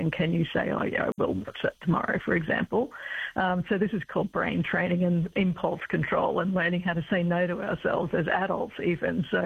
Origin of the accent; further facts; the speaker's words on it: Nanango, Queensland, Australia; now in Brisbane, Australia; Yes, I was raised in Nanango, but I now live in Brisbane.